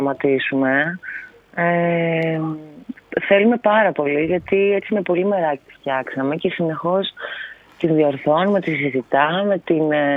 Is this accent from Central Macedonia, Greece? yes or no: yes; Thessaloniki, Central Macedonia, Greece; now in Athens, Greece; Εγώ είμαι και από Θεσσαλονίκη, είμαι πιο κοντά, αλλά επειδή είμαι Αθήνα, είμαστε αρκετά μακριά από αυτή την περιοχή